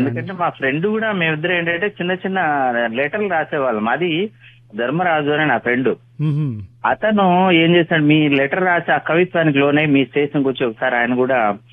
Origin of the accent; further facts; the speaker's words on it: Ramapuram, Andhra Pradesh, India; now in Kadapa, India; మాది ఒక పల్లెటూరు, రామాపురం సుద్దమళ్ళ దగ్గర. ఆ వ్యవసాయ కుటుంబం